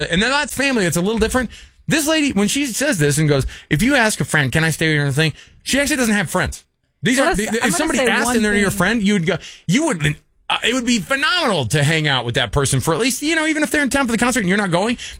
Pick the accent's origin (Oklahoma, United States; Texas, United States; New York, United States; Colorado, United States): New York, United States; Like I need to try to be cool and different and mean because I'm a New Yorker.